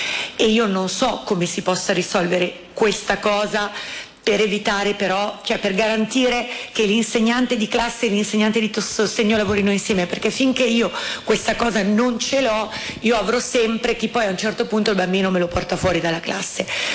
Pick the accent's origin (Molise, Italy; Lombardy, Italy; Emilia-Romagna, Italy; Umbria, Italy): Lombardy, Italy; io sono lombarda